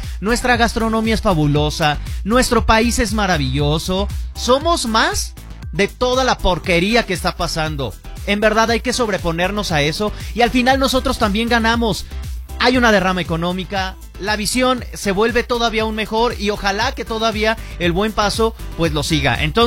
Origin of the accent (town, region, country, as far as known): Mexico